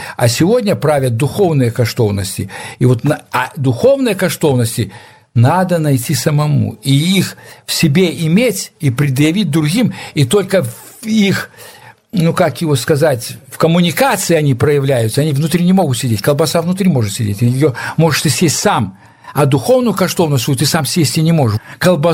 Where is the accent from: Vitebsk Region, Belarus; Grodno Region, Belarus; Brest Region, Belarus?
Grodno Region, Belarus; Vawkavysk; Russian is a second language; moved away as an adult; now in Moscow, Russia; никакого акцентования не было на том, что мы белорусы. У нас в семье размовляли, до речи, по-польску, а мы размовляли уже в русской школе по-русски, в Волковыске в городе.